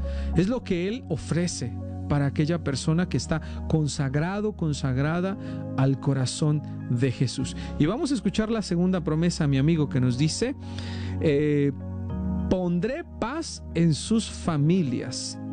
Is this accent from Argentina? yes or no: yes; Argentina; Yo soy argentino.